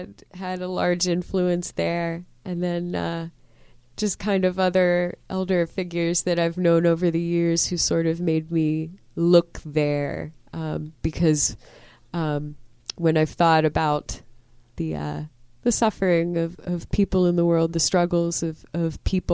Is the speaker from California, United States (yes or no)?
no; Bloomfield, Pennsylvania, United States; I was born in Bloomfield, and then we sort of moved around from house, apartment, over different neighborhoods out in the North Hills suburbs.